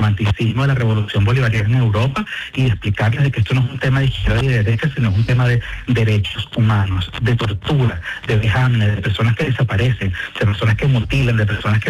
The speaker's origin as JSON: {"language": "Spanish", "country": "Venezuela", "moved": "as an adult", "said": "Bueno, yo me fui en el 2017 de Venezuela porque no soporté la presión de estar yendo cada semana siendo diputado"}